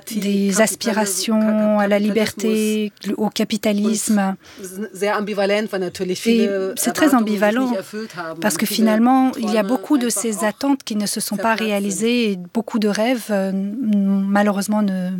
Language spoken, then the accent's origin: French; Germany; French is a second language; puisque moi-même je suis allemande, de partir en tant que réalisatrice allemande et de faire ce film en Bulgarie